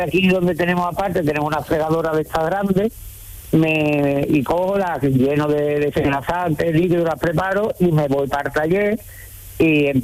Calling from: Seville, Andalusia, Spain

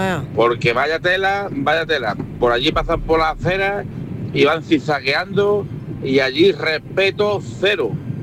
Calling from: San Fernando, Andalusia, Spain; yo soy de San Fernando

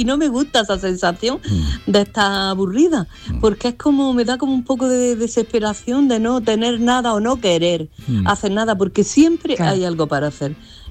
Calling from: Granada, Andalusia, Spain; de Granada.

